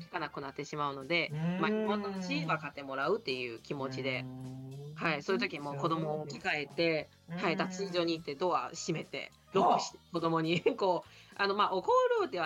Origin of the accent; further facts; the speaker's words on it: Zhangjiakou, Hebei, China; Japanese is a second language; moved away as an adult; now in Japan; 私の出身は中国の北の方ですので、